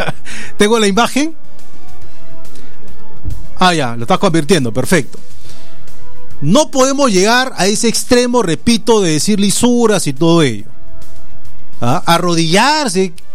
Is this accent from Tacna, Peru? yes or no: yes; Tacna, Peru; Los taneños no somos ofensivos.